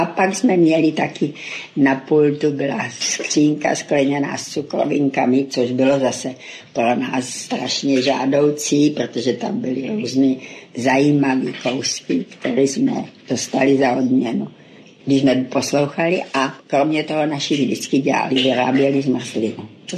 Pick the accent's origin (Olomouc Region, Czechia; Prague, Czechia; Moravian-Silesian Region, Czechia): Moravian-Silesian Region, Czechia; Studénka; born there; also born or lived in Ostrava; když mi byly 4 roky, tak jsme se odstěhovali do Studénky.